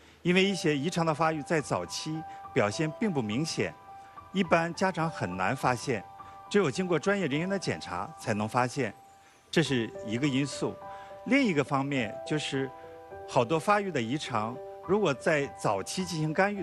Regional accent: China; 我们中国人自己的数据

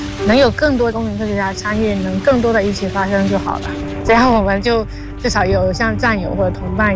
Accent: Xiamen, Fujian, China; 我是厦门人，在鼓浪屿出生。

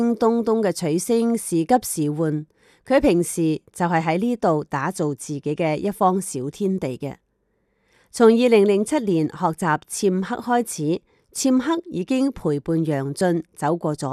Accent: Malaysia; 所以我一直都很感恩自己身为马来西亚华人的第三代，甚至我以身为马来西亚华人为荣，以及流淌着中华民族的血为傲。

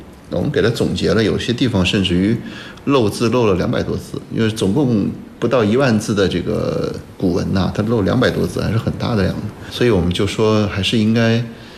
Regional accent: China; 我们中国人当时是怎么样把他们的文化给揭露下

